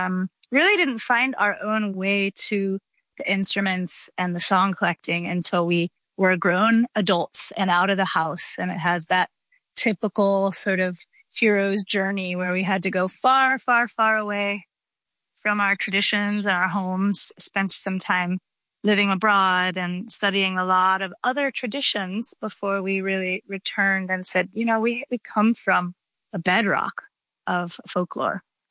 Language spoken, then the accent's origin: English; Georgia, United States; We grew up in Georgia, and our family, our godparents, our neighbors, our community are all very deeply connected to the folk music traditions of Georgia